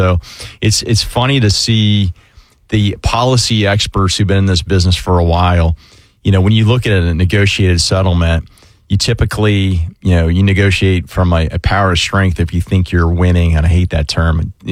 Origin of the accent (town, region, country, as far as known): Orange Park, Florida, United States; born or raised there